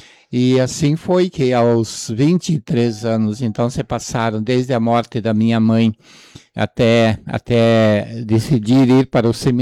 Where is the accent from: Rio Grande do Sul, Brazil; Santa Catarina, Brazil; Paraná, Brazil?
Rio Grande do Sul, Brazil; Pejuçara; moved away as an adult; cidade de Pejuçara, pois era a paróquia da qual nós fazíamos parte, né? Da comunidade onde eu me criei